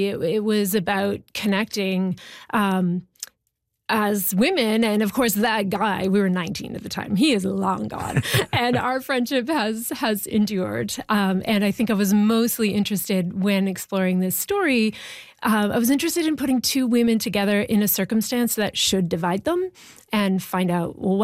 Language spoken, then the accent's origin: English; Ontario, Canada; because I grew up in Northern Ontario, but also like rural Northern Ontario in the bush, you know?